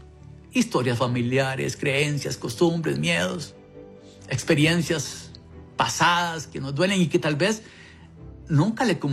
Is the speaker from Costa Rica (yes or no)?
yes; Costa Rica; Todos mis abuelos son de ahí, ¿verdad? Ya mis papás son de Costa Rica y yo también